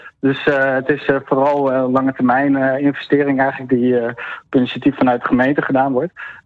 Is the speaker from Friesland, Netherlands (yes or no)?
no; Amsterdam, North Holland, Netherlands; moved away as an adult; now in Goes, Netherlands; Ik kom van origine uit Amsterdam en ik woon sinds vorig jaar woon ik in Goes